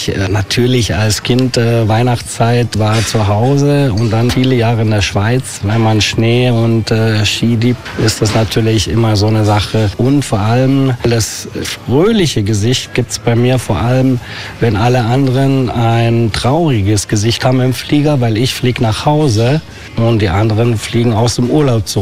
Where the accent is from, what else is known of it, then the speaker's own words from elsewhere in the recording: Bautzen, Saxony, Germany; moved away as an adult; also born or lived in Munich / London / Switzerland; now in Palma de Mallorca, Spain; Ich komme aus der Nähe von Dresden, aus Bautzen. Hab dann die Chance gehabt mit dem Mauerfall. In München Hotelfachschule gemacht